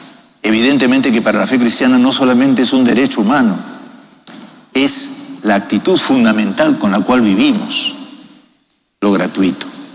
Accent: Peru; esas actitudes que hemos ido cultivando como peruanos, que son las más genuinas de nuestra fe y de nuestro país.

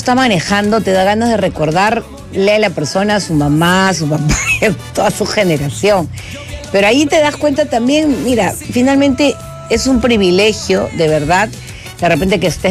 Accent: Peru

